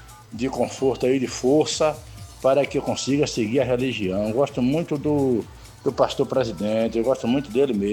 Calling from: Conceição da Feira, Bahia, Brazil; Eu sou aqui de Conceição da Feira aqui. Eu sou um ouvinte da Vox há muitos anos. Eu não sigo nenhuma religião. Agora sou apaixonado pela religião evangélica.

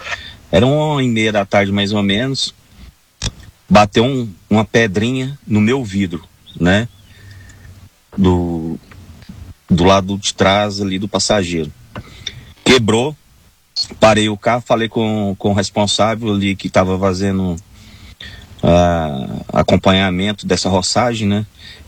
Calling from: Aparecida de Goiânia, Goiás, Brazil

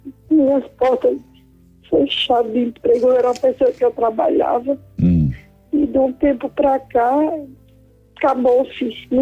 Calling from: Natal, Rio Grande do Norte, Brazil; Eu falo de Natal, Rio Grande do Norte.

